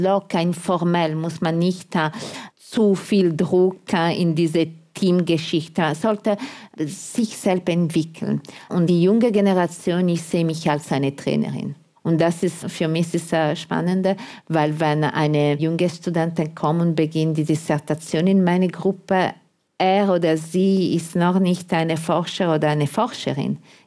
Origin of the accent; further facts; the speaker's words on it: Italy; German is a second language; Und für mich als Italiener war etwas negativ, aber alle anderen waren zufrieden.